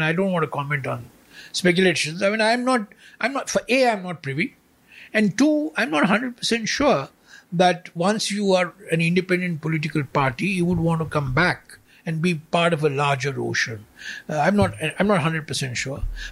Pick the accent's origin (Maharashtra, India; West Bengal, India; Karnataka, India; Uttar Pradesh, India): Karnataka, India; I'm from Karnataka.